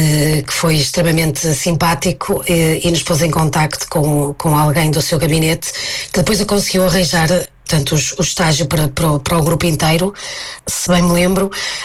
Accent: Norte, Portugal; moved away as an adult; now in Belgium; eu sou da zona do Porto

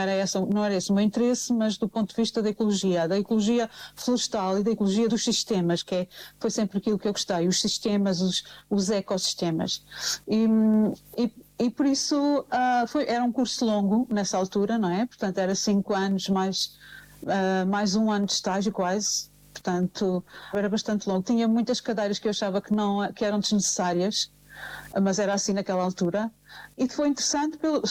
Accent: Lisbon, Portugal; moved away as an adult; now in Castelo Branco, Portugal; sou lisboeta.

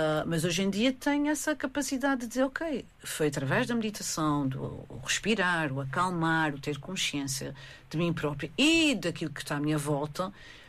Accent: Azores, Portugal; now in Santa Maria, Azores, Portugal; eu não sou Mariense, eu não sou de Santa Maria. Eu sou Miquelense, eu sou de São Miguel. A minha casa realmente agora é Santa Maria, mas a minha casa, né, a minha família, as minhas raízes estão lá. Okay? Por isso eu sou de lá e continuo a ser de lá.

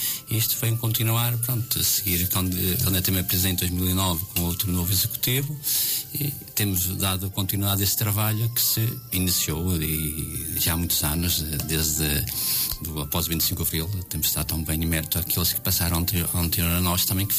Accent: Constance, Norte, Portugal; para ver a Constância, eu gosto muito da minha terra, nasci.

